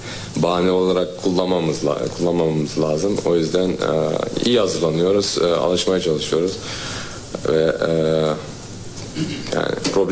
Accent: Netherlands; moved away; ben yani Hollanda'da doğup büyüdüm.

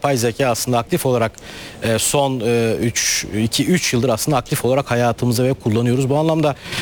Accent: Adana, Turkey; bir Adanalı olarak Adana'nın ne kadar zengin bir mutfağa sahip olduğunu çok iyi biliyorum.

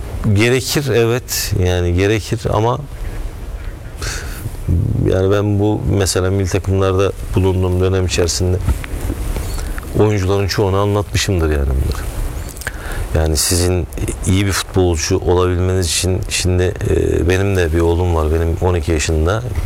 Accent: North Aegean, Turkey; Yani biz, ben Kuzey Ege'den çıkan bir çocuk olarak, hı-hı, ben Kuzey Ege'liyim.

